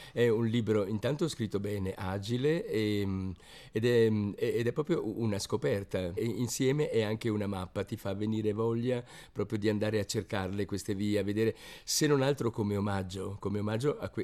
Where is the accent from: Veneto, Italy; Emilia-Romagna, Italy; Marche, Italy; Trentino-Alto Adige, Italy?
Trentino-Alto Adige, Italy; Serravalle; io poi sono della Vallagarina di Serravalle, quindi naturalmente Borghetto, siamo un po' di casa.